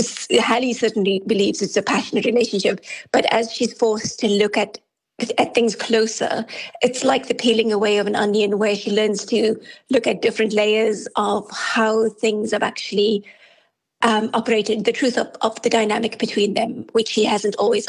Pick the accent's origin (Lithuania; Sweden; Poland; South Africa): South Africa; Cape Town, Western Cape; moved away as an adult; now in Galway, Ireland; So I'm from South Africa originally, from Cape Town, and I was stolen away by an Irishman 17 years ago. So we now live in Galway, and I've been here for 17 years now.